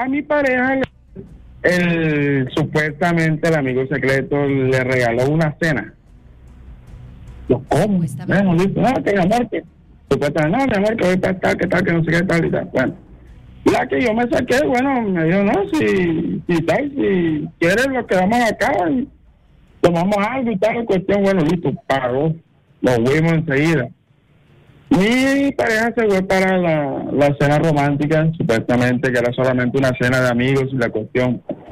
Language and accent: Spanish; Caribbean Region, Colombia; O sea, yo vivo acá en Salta al Valle, pero yo soy costeño. Vivo en la región momposina.